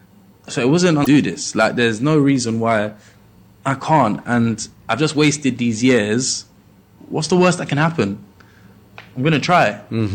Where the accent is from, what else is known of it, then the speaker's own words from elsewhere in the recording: Peckham, London, United Kingdom; growing up in Peckham, people weren't. For my demographic, weren't really putting out YouTube videos